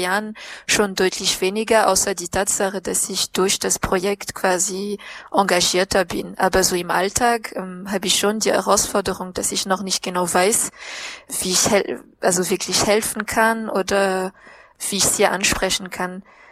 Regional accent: southeast, Madagascar; Ich komme, wie gesagt, aus dem Südosten und das ist die Nachbarregion von der Region Anjou, heißt es.

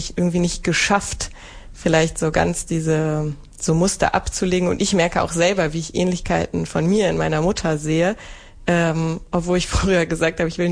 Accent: western Germany, Germany; Und ich bin aber im Westen aufgewachsen. Meine Mama ist dann auch in den Westen gezogen.

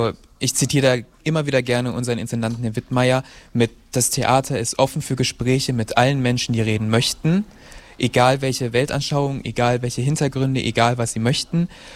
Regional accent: Braunschweig, Lower Saxony, Germany; also born or lived in Gifhorn / Magdeburg / Regensburg; now in Eisleben, Germany; Ich bin in Niedersachsen geboren, in Braunschweig aufgewachsen, habe dann eine Zeit noch in Gifhorn gelebt, noch eine Zeit in Magdeburg gewohnt, bin dann fürs Studium in den Freistaat Bayern nach Regensburg gezogen

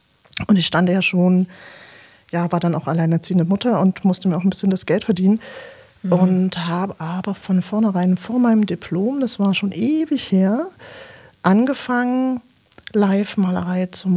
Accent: Leipzig, Saxony, Germany; Ich bin Leipzigerin. Ich bin hier in der Nähe aufgewachsen, wo Radio Blausch ist. Ich habe einen extremen Lokalpatriotismus, pipapo. Jedenfalls bin ich in Leipzig groß geworden.

